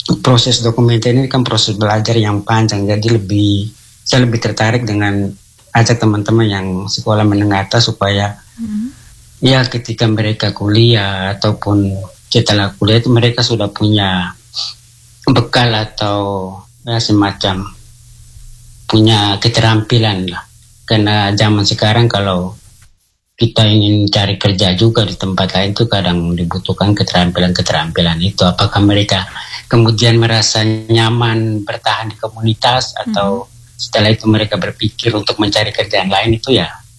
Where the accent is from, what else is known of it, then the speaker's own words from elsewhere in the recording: Maumere, East Nusa Tenggara, Indonesia; born there; moved away as an adult; also born or lived in Papua; saya tertarik untuk pulang kampung untuk mencoba untuk menggali cerita-cerita lokal di Maumere. Kemudian saya kumpulkan teman-teman terlebih di kampung saya di Niele